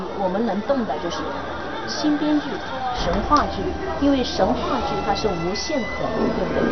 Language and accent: Chinese; Zhejiang, China; 我们浙江人好像就是有一个特点，是不是什么都敢去尝试？